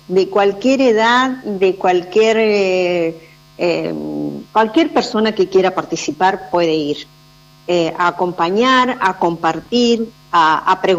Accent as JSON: {"language": "Spanish", "town": "Carmen de Patagones", "region": "Buenos Aires Province", "country": "Argentina", "also_born_or_lived": "Viedma", "said": "que somos de Carmen de Patagones y de Viedma. Es una agrupación mapuche"}